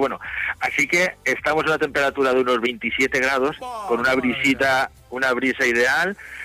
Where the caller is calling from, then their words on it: Valencian Community, Spain; estamos en el pueblo de Farnals